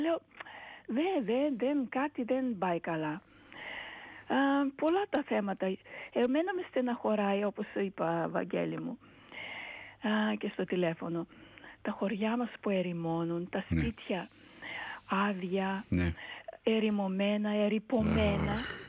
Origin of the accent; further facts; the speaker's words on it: Greece; moved away; Εμείς όταν ήμασταν μικροί, θυμάμαι στην Ελλάδα